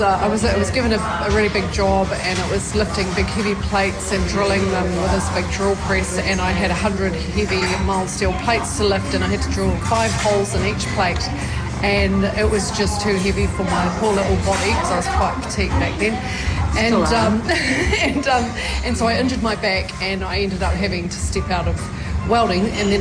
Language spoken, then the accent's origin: English; Waitara, Taranaki, New Zealand